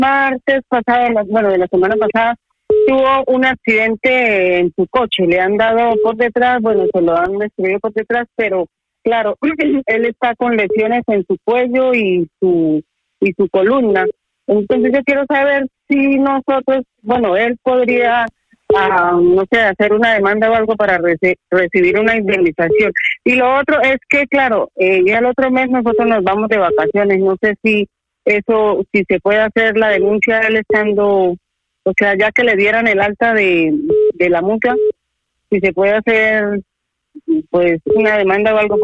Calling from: Madrid, Community of Madrid, Spain; de Madrid.

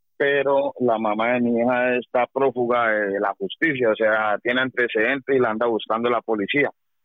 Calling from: Ciudad Real, Castilla-La Mancha, Spain; Me comunico aquí de Ciudad Real.

